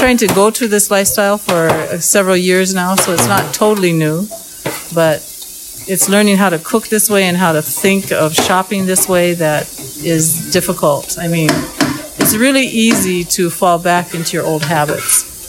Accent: Leavenworth, Washington, United States; No, I was born. I grew up in Leavenworth, Washington.

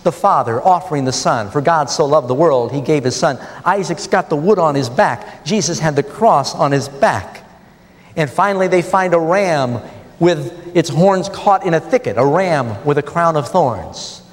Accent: New York City, New York, United States; Now, when I grew up here in New York City, My father and mother divorced when I was 3 years old

